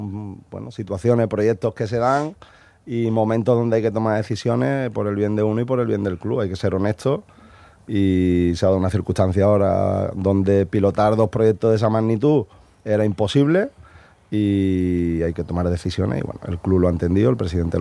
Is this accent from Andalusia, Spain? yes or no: yes; Cádiz, Andalusia, Spain; he sido canterano y soy gaditano